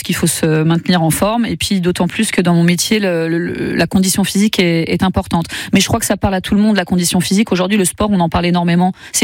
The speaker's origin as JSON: {"language": "French", "town": "Sommières", "region": "Occitanie", "country": "France", "said": "moi, je suis de Sommières"}